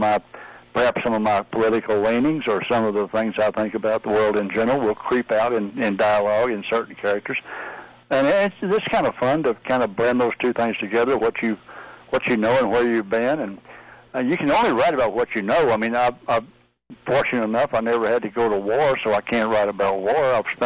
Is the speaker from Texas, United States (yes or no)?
yes; Texas, United States; I grew up in Texas